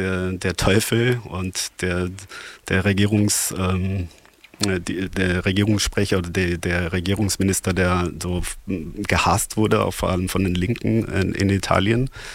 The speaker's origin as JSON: {"language": "German", "region": "Berlin", "country": "Germany", "tie": "born there", "said": "in meiner Jugend in Berlin"}